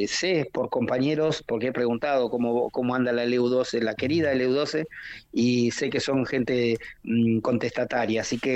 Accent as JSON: {"language": "Spanish", "region": "Santa Cruz", "country": "Argentina", "moved": "yes", "lives_now": "Buenos Aires, Argentina", "said": "soy de Gobernador Gregores"}